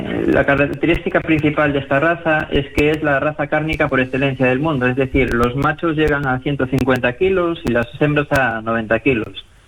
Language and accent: Spanish; Spain; fui durante muchísimos años el único español que había allí